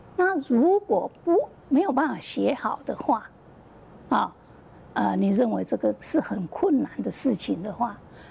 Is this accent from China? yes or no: yes; China; 我们中国人就是太注重这个情